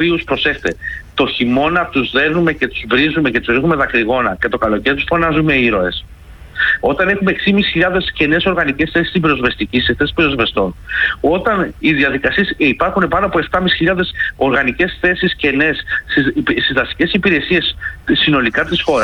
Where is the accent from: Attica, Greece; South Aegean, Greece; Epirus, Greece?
Attica, Greece; είμαι από την Ανατολική Αττική και ειδικότερα από αυτό το κομμάτι της Ανατολικής Αττικής